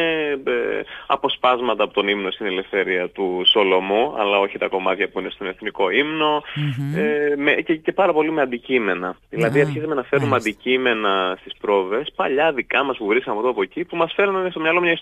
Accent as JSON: {"language": "Greek", "country": "Greece", "said": "αυτά που κάνουμε ως Έλληνες"}